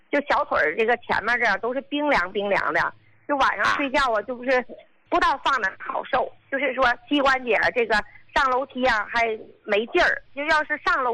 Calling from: Qinhuangdao, Hebei, China; 我是秦皇岛的，

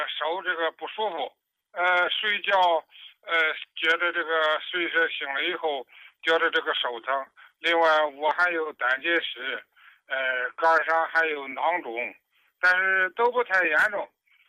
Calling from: Baoding, Hebei, China; 是河北保定的。

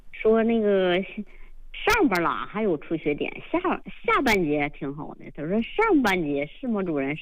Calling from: Northeast China, China; 我是东北的。

